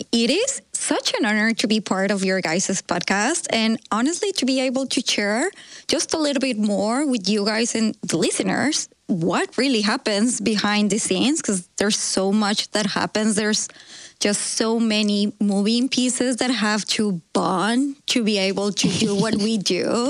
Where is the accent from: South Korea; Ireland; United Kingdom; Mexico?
Mexico; now in United States; So I'm coming from Mexico. This is a whole new world for me.